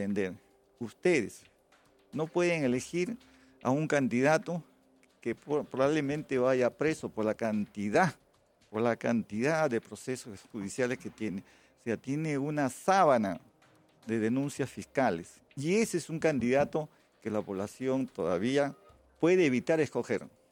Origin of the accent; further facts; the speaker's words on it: Ventanilla, Callao, Peru; como la zona sur del Callao, los barracones, por ahí nací. Hice la primaria en el Callao, en el Colegio de Sabogal, que ya no está. La secundaria la hice en Ventanilla, es una población pobre